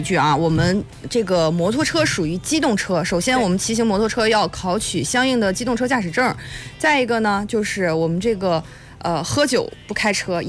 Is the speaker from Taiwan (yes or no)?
no; Shandong, China